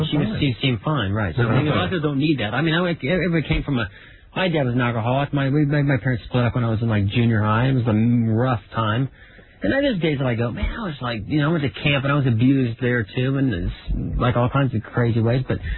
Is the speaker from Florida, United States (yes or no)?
yes; Florida, United States; I grew up in Florida.